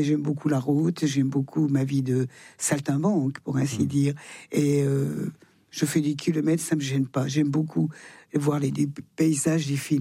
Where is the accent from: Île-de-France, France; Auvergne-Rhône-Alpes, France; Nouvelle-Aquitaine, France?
Auvergne-Rhône-Alpes, France; Je suis plus savoyarde que française, d'ailleurs.